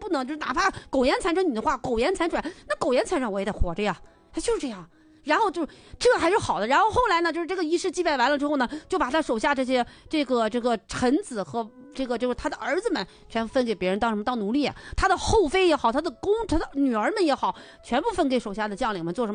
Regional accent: northern China, China; 我们就是北方人说的

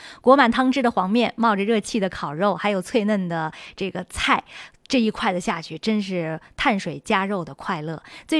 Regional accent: Xinjiang, China

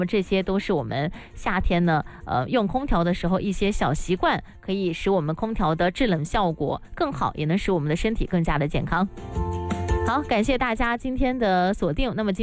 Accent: Guangdong, China; 对于我们广东人来说，我们深圳的这个气候

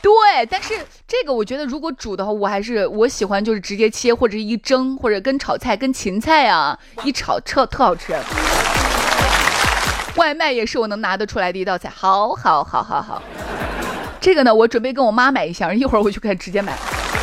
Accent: Shaanxi, China; 用我们陕西话翻译啊

